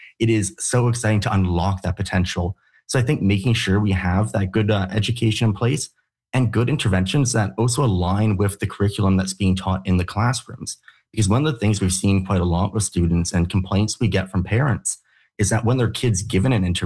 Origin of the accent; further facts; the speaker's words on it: Canada; as a Canadian, I have a right to education.